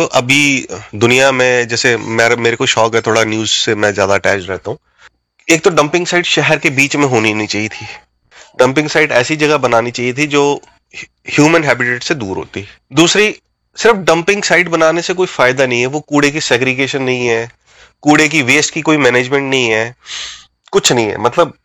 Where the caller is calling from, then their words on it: Himachal Pradesh, India; मैं गांव घरों से बिलोंग करता हूं और मेरा कारोबार है धर्मशाला में।